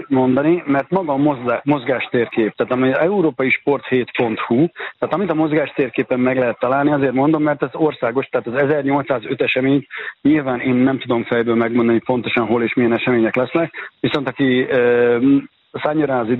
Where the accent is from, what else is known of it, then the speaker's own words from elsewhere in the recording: Szeged, Csongrád-Csanád, Hungary; born there; jövő héten is jövök vissza Szegedre. Igaz, hogy a szülővárosom, tehát egy kicsit magamnak kedvezve szervezem a programokat.